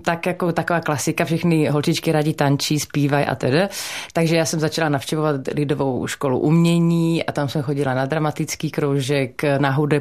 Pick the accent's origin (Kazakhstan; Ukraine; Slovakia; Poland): Slovakia; Malacky, Bratislava Region; Jsem Slovenka a Záhoráčka, protože ty oblasti, to je Záhorie, takže my jsme Záhoráci.